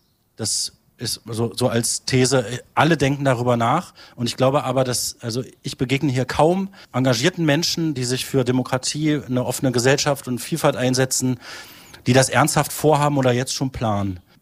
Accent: Halberstadt, Saxony-Anhalt, Germany; Halberstadt ist meine Heimat, ich bin hier aufgewachsen, ich kenne hier fast jeden Winkel

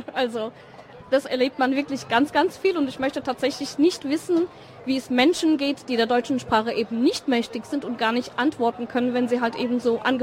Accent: Hesse, Germany; born there

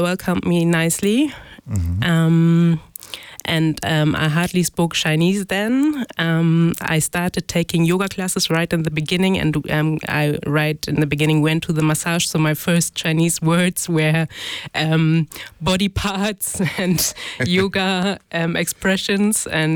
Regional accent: Hamburg, Germany; I was born in Hamburg in 1984. Mm-hmm. I'm German Ghanaian and a mother of two.

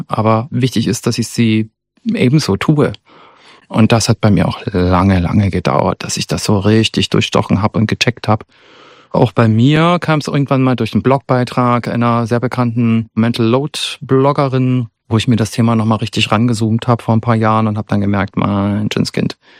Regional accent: Zittau, Saxony, Germany; now in Dresden, Germany; dass natürlich die psychische Unterstützung da, wo ich herkomme, ganz anders ist als in Dresden. Ich habe in Dresden viel schneller Therapie gefunden als noch in Zittau und hatte da in Zittau überhaupt gar keine Ressource dafür.

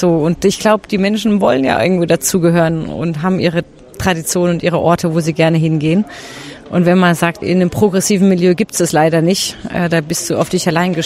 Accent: Baden-Württemberg, Germany; Also ich habe schon immer Heimat gesagt. Ja, ich habe immer gesagt, es ist meine Heimat hier. Ich sage immer, wenn ich aus Berlin herkomme und man sieht den Odenwald, ich sehe, ja, man steht auf der Brücke in Heidelberg, dann ist das für mich zu Hause

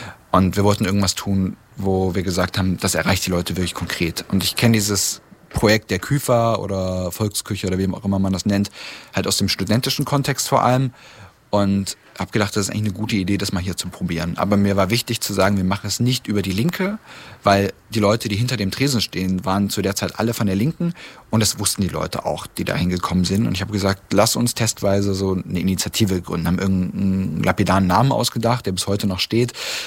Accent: Weißenfels, Saxony-Anhalt, Germany; wir nicht mehr sagen, wir sind aus Weißenfels bei Leipzig oder bei Halle, sondern sagen, wir sind aus Weißenfels

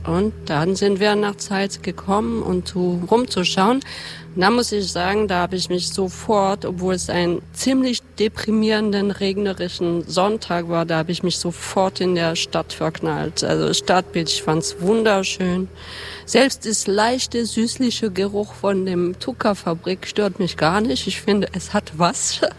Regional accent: Paris, Île-de-France, France; German is a second language; moved away as an adult; also born or lived in Berlin; now in Leipzig, Germany; Ich bin in Paris aufgewachsen. Bin mit 20 nach Berlin gezogen zum Studieren in der Kunsthochschule in Berlin. Nach einer Weile, 15 Jahre, bin ich nach Leipzig.

